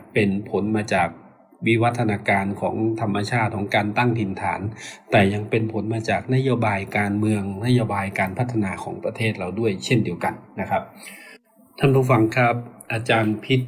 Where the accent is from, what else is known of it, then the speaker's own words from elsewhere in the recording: Chiang Rai, Thailand; moved away; ส่วนตัวผมเองนะครับบ้านเกิดอยู่ที่เชียงราย